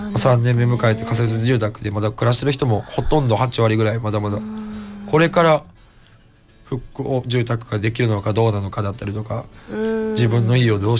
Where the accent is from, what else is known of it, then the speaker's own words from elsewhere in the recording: Tokushima, Japan; 徳島から来ましたって言うと